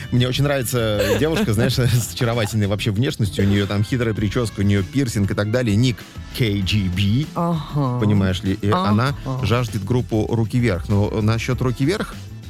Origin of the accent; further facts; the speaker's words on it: Togliatti, Samara Oblast, Russia; АвтоВАЗ в Тюмени, а я из Тольятти, да.